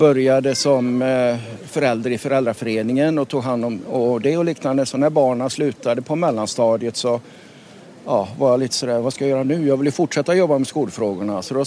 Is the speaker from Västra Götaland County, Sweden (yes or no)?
yes; Lidköping, Västra Götaland County, Sweden; Jag är från Lidköping